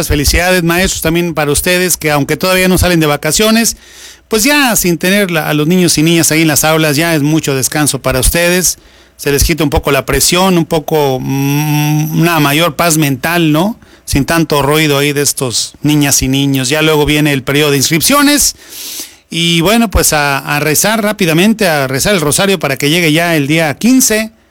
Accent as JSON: {"language": "Spanish", "country": "Mexico", "said": "salimos como los mexicanos."}